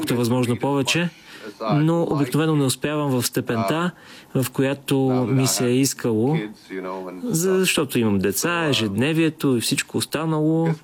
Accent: Sortland, Nordland, Norway; Неговите ранни романи «Пан» и «Виктория» са писани именно там, откъдето съм аз, от Сортланд.

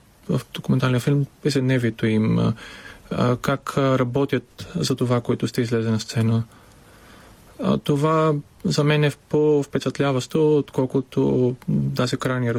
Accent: Veria, Central Macedonia, Greece; Bulgarian is a second language; now in Bulgaria; Особено родния ми град Верия, отнема по-малко време да дойда до София, отколкото от там за Атина.

